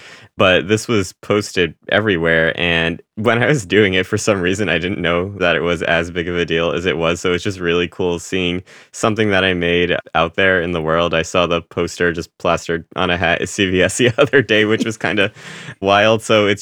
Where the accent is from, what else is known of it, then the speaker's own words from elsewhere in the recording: Rhode Island, United States; I'm not from Boston, but I grew up in New England. I grew up in Rhode Island, so pretty close by.